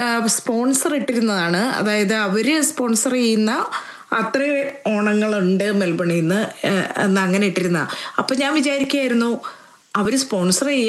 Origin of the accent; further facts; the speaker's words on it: Kerala, India; moved away as an adult; now in Melbourne, Australia; ഞാനൊക്കെ നാട്ടിൽ നിന്ന് പോരുന്നതിന് മുമ്പുള്ള ഓണം എന്ന് പറയണത് നല്ല രസമായിരുന്നു